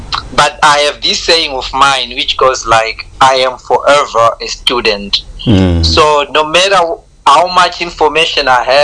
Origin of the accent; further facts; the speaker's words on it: Harare, Zimbabwe; also born or lived in Norton, Zimbabwe; I was in Harare, where I grew up. Basically, most of my life, I saved it in a neighborhood called Budiriro.